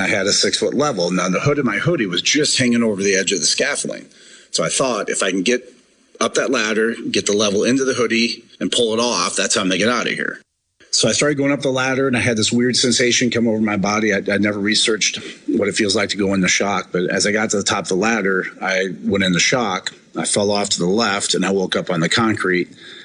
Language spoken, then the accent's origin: English; Iowa, United States; I grew up in Northeast Iowa where wrestling is a religion.